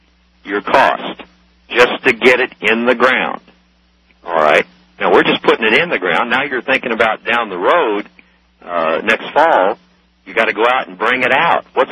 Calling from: Murrayville, Illinois, United States; I'm calling from Murrayville, Illinois.

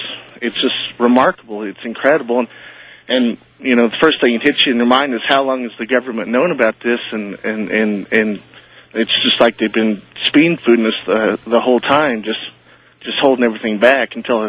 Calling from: Kansas, United States; Yes, I'm calling you from Kansas, and I listen to KSTP.

